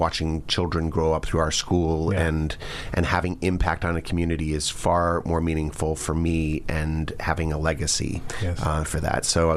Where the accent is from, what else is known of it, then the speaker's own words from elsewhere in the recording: Jupiter, Florida, United States; moved away as an adult; I come from Jupiter. I went to Jupiter High School, and it is a great honor to return back to my hometown